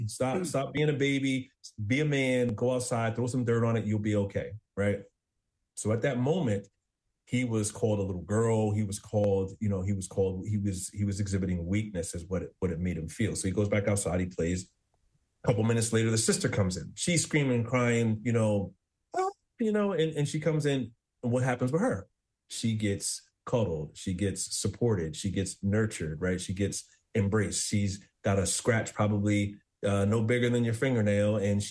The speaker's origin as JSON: {"language": "English", "region": "New Jersey", "country": "United States", "said": "I'm from New Jersey"}